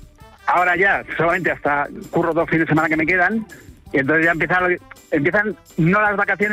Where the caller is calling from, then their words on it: Catalonia, Spain; del Pirineo de Leria ahora mismo estoy en tren.